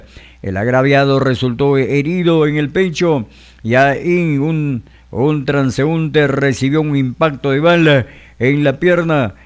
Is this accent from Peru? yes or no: yes; Peru; en mi país llamado Perú